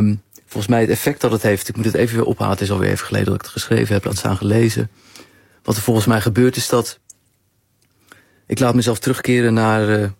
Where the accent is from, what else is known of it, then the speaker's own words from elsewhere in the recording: Netherlands; moved away as an adult; Ja, ik laat mezelf terugkeren naar het ouderlijk huis. Ja. In de muziekwijken waar ik ben opgegroeid.